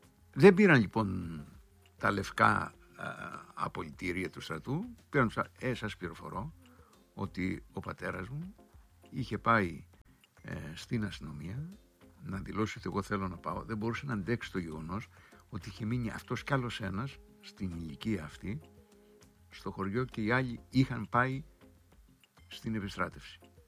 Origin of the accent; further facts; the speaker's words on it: Crete, Greece; moved away; πήγα και έκανα εκπομπή στο χωριό μου πάνω στο οροπέδιο, ενθυμούμενος πώς έζησα το 73, 14 χρονών κοπέλι, αυτή την εισβολή.